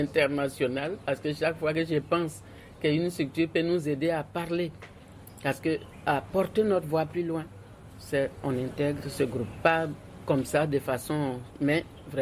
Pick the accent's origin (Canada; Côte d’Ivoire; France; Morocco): Côte d’Ivoire; Je suis ivoirienne